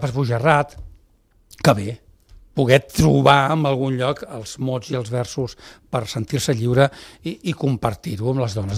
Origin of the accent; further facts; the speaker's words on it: Reus, Catalonia, Spain; jo sóc de Reus